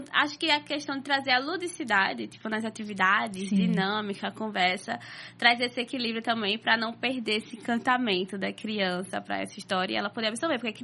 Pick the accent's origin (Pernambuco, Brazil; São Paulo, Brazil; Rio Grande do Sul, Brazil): Pernambuco, Brazil; Aliança; em Aliança, que é onde eu cresci, Zona da Mata Norte.